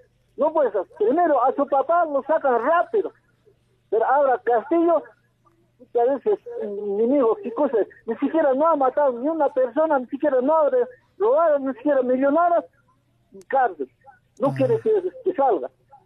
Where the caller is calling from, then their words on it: Peru; la sociedad peruana, estamos sufriendo de pobreza, extrema pobreza.